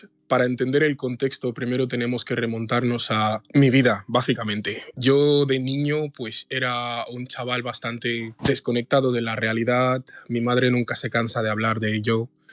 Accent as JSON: {"language": "Spanish", "town": "Malabo", "region": "Bioko Norte", "country": "Equatorial Guinea", "tie": "born or raised there", "said": "En Malabo. Nací y crecí en Malabo."}